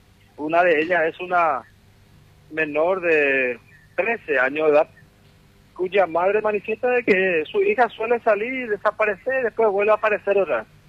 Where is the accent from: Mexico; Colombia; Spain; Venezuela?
Venezuela; somos sí, venezolanos